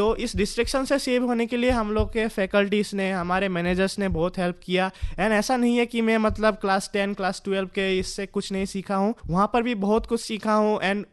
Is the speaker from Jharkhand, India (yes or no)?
no; Maibang, Assam, India; मेरे इलाके में, मैं जैसे कि मायबंग से बिलोंग करता हूँ, तो वहाँ पर मतलब एक स्टेबलाइज डॉक्टर नहीं है